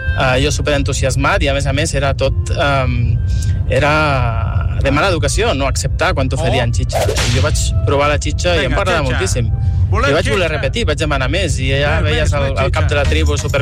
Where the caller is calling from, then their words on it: Sant Cugat del Vallès, Catalonia, Spain; de Sant Cugat. Estic aquí conduint i us estava escoltant.